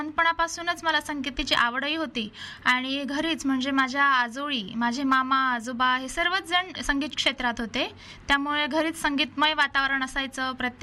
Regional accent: Jalgaon, Maharashtra, India; now in Amravati, India; माझं बालपण जळगावलाच होते मी जेव्हा लहान होते.

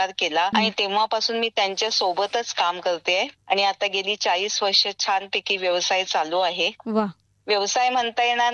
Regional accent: Mumbai, Maharashtra, India; now in Pune, India; मी मुळची मुंबईची. माझं शालेय शिक्षण आणि कॉलेजचं शिक्षण 12वी पर्यंत मुंबईतच झालं

